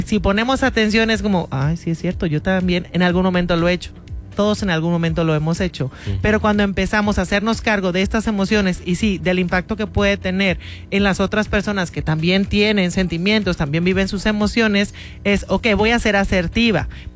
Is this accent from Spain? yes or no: no; Mexico; como mexicanos no sabemos poner límites.